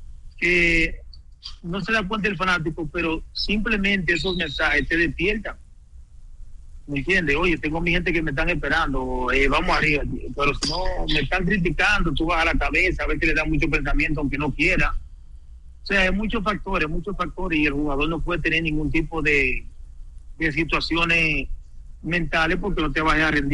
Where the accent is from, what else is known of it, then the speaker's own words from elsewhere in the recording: Dominican Republic; Soy dominicano